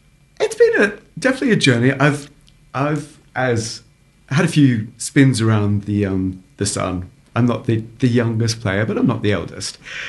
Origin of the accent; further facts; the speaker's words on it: Brisbane, Queensland, Australia; born there; accent: plummy; So anyway, I spent a little bit of time in Southeast Queensland where my family are, tried to find my place in Brisbane where I was born, but found it quite hard.